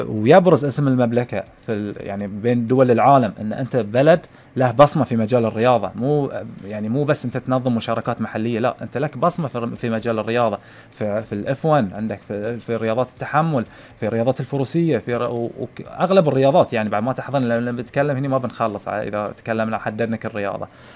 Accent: Bahrain; فعندك انت بطولات متنوعه عندنا في البحرين

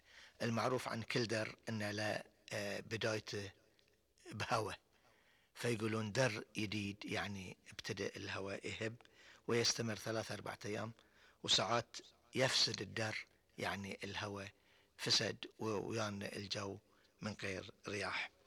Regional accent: Bahrain; وعندنا في البحرين ما أقدر أقول إن فترة المطر، ولكن في كثير من الدول العربية هي فترة المطر.

